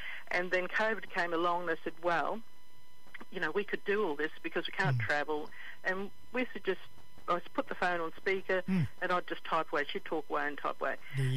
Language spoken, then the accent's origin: English; Cloncurry, Queensland, Australia; because your grandfather, when we were kids growing up in Cloncurry, we'd go for these walks down to visit his mother, old Annie, down at the copper mine